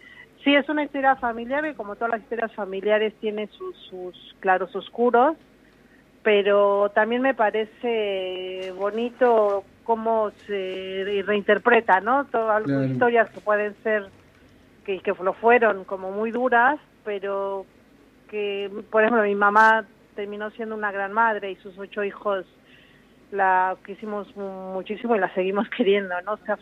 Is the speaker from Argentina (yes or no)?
no; Mexico; mi país es muy extenso, tenemos 32 estados y cada estado tiene sus propias gastronomías locales. Y somos un país totalmente habitado